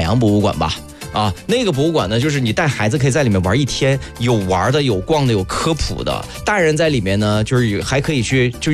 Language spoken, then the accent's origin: Chinese; Liaoning, China; 因为本身就是土生土长辽宁人嘛